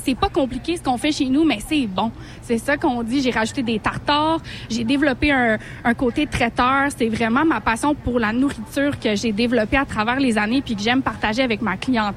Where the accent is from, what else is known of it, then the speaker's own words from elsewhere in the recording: Mont-Saint-Hilaire, Quebec, Canada; Moi, j'ai grandi à Mont-Saint-Hilaire.